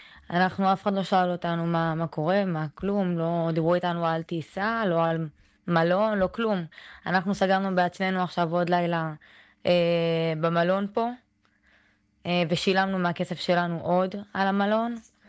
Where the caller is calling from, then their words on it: Ashkelon, Southern District, Israel; אני מאשקלון.